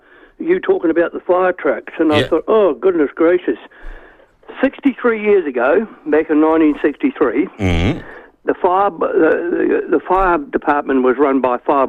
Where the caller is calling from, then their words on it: Otago, New Zealand; I'm ringing from Ashley Tarkova Valley in the Catlins.